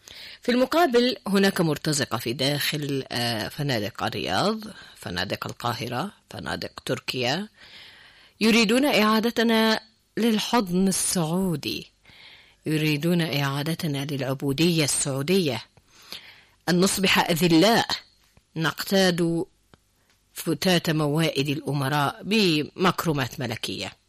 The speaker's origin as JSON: {"language": "Arabic", "country": "Yemen", "said": "أنا كيمنية يعني"}